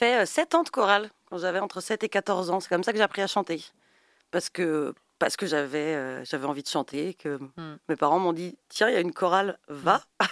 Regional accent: Laval, Pays de la Loire, France; born there; now in Nantes, France; Je suis nantaise depuis 12 ans, mais je suis née à Laval.

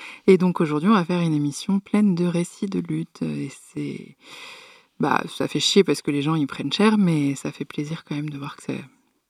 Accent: Guadeloupe; now in France; Tout ça parce que je veux rentrer chez moi en Guadeloupe et revoir les miens, et mourir en paix, voilà ma situation depuis que je suis en prison en France.

